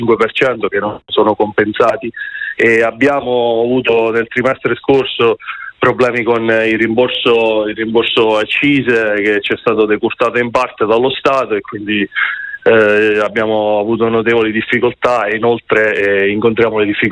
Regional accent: Basilicata, Italy; sono della Basilicata

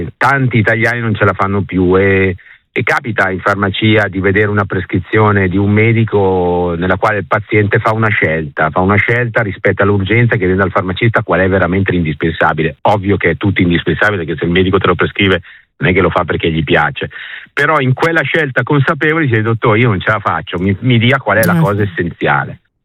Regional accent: Lombardy, Italy; io sono lombardo

